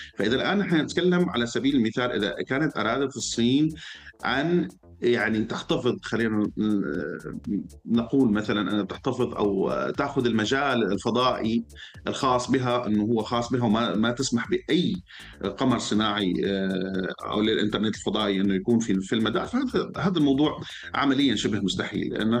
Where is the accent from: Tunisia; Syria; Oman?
Syria; أو أنا كمواطن سوري فيني أعتبر